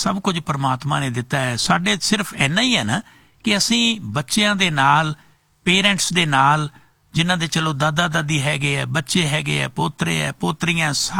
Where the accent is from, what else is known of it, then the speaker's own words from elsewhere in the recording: Hathar, Punjab, India; ਸਾਡਾ ਪਿੰਡ ਹਠਾੜ ਦੇ ਵਿੱਚ ਸੀ ਨਾ, ਫਰੀਦਕੋਟ ਜ਼ਿਲ੍ਹੇ ਦੇ ਵਿੱਚ